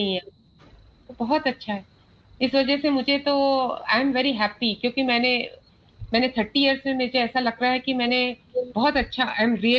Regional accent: Raipur, Chhattisgarh, India; मैं छत्तीसगढ़ रायपुर से हूँ

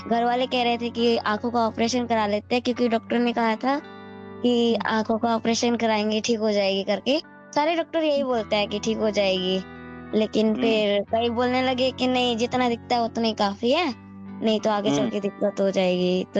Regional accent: Delhi, India; also born or lived in Jharkhand / Gurgaon; वैसे तो झारखंड में जन्म हुआ लेकिन पली बड़ी दिल्ली की हूँ।

